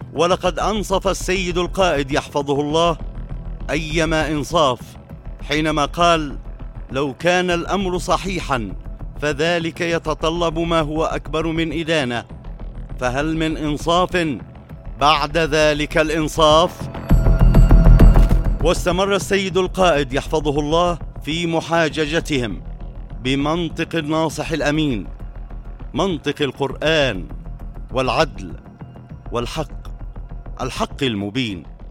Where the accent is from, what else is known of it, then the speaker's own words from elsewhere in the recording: Yemen; يدعيها على بلادنا اليمن ظلما وزورا